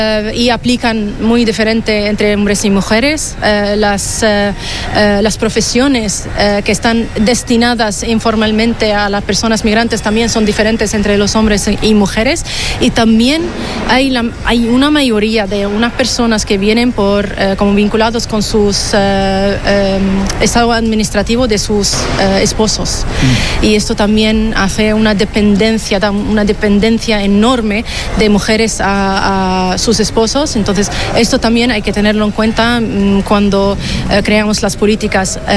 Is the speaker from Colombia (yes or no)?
no; Syria; de nuestros países, yo soy de Siria, personas LGTBI ya no son protegidos